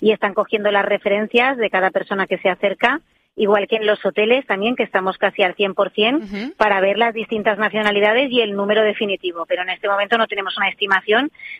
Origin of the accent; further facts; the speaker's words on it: Spain; aquí somos todos de última hora, que sí, somos españoles